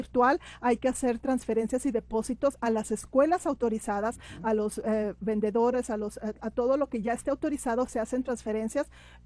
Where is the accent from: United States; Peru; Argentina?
United States; El Paso, Texas; also born or lived in Arizona; estuvimos haciendo ese trabajo en Arizona por muchos años, pero ya estamos aquí en El Paso, yo soy del Paso